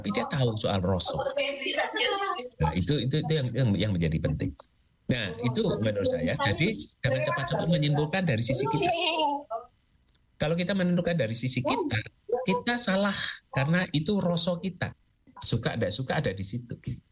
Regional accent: Java, Indonesia; Apalagi kita, orang Jawa itu punya yang namanya ruang roso.

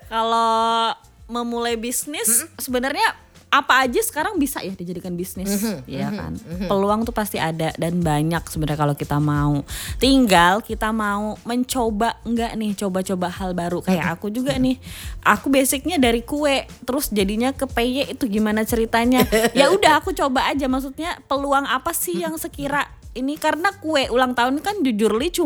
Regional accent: Banjarmasin, South Kalimantan, Indonesia; karena aku dari Banjarmasin kan Kak, dari Kalimantan ya.

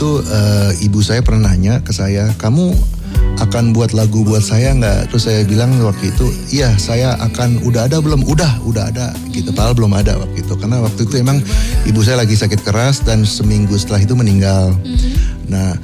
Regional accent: Jakarta, Indonesia; also born or lived in Tasikmalaya; Sebenarnya orang Tasik, ayah, ibu orang Garut, tapi gede di Jakarta.

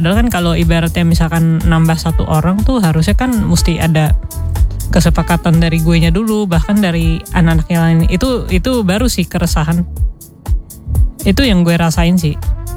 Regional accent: Jakarta, Indonesia; Dan gue anak Jakbar sendiri

